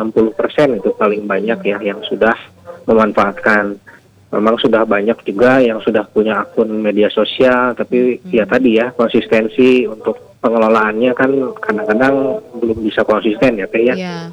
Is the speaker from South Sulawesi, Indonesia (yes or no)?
no; Bandung, West Java, Indonesia; Kadang-kadang kita orang Bandung yang sendiri malah ketinggalan gitu